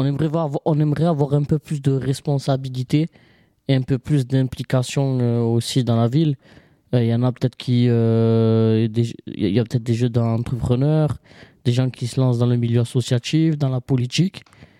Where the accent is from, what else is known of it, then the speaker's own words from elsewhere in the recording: Provence-Alpes-Côte d'Azur, France; Alors, je suis issu des quartiers des Bouches-du-Rhône, de la cité Bariol.